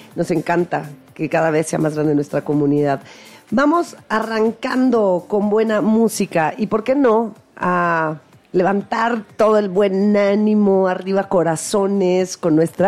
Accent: Mexico; como mexicanos hemos pasado por lo mismo

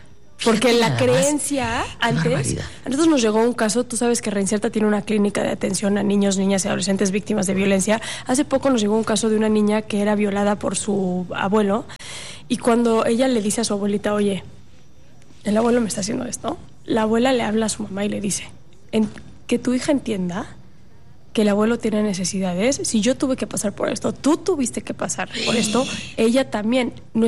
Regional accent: Mexico City, Mexico; Somos de la Ciudad de México

